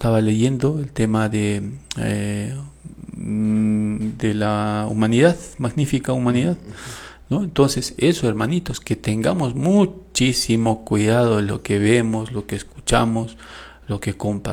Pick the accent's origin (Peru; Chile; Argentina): Peru; nosotros, como peruanos